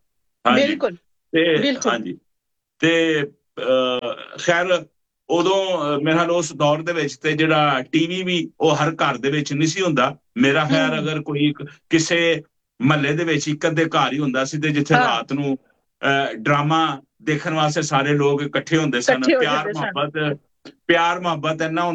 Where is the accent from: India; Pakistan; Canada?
Pakistan; Lahore, Punjab; ਮੇਰਾ ਨਨਿਆਲ ਵੀ ਉੱਥੇ ਆ ਤੇ ਉੱਥੇ ਹੀ ਮੈਂ ਪੈਦਾ ਹੋਇਆ। ਤੇ ਉਸ ਤੋਂ ਬਾਅਦ ਫਿਰ ਲਾਹੌਰ ਦਾ ਇਲਾਕਾ ਹੈਗਾ ਆਪਣਾ ਨੈਸ਼ਨਲ ਟਾਊਨ, ਉੱਥੇ ਮੈਂ ਮੇਰਾ ਬਚਪਨ ਗਰੋ ਹੋਇਆ ਸਾਰਾ।